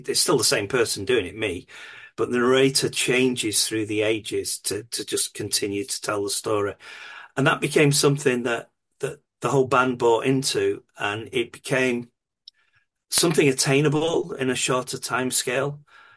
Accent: Swinton, North West England, United Kingdom; I grew up in Swinton, which is t'other side of Manchester to where we are

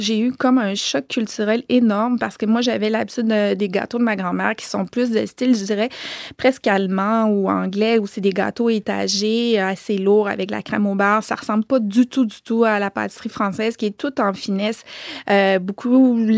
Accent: Quebec, Canada; Et ce que les Français font n'existe pas chez nous, au Québec.

